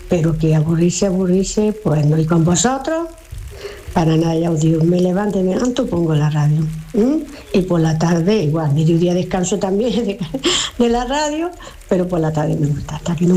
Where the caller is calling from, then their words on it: Granada, Andalusia, Spain; de Granada.